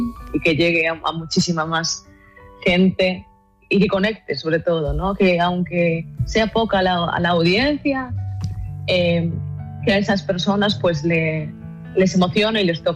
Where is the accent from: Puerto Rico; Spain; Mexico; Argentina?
Spain; Galicia; Porque soy una persona que, como buena gallega, pues dudo un montón.